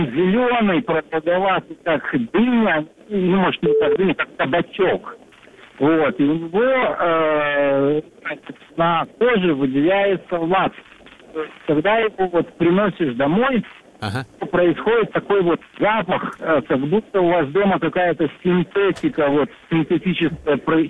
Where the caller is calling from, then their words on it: Indonesia; Я звоню вам из Индонезии. У нас уже вот 11 ночи.